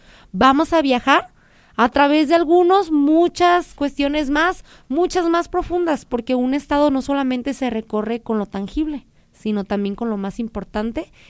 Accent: Mexico

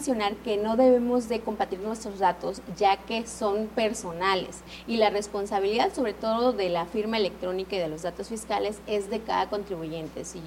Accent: Mexico; nuestras obligaciones como mexicanos, en todas partes.

